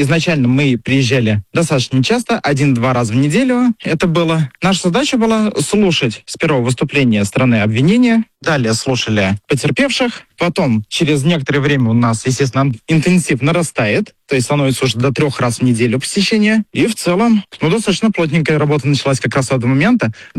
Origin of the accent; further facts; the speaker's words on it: Samara Oblast, Russia; я из Самарской области.